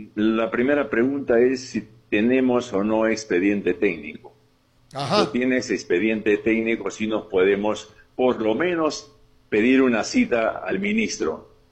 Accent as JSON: {"language": "Spanish", "town": "Cajaruro", "region": "Amazonas", "country": "Peru", "moved": "as an adult"}